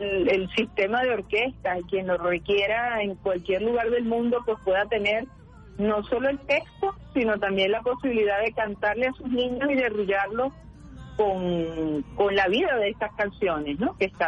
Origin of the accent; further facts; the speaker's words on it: Venezuela; yo creo que eso además es lo que nos une como venezolanas y como venezolanos, esa sensibilidad particular, ese amor por nuestra tierra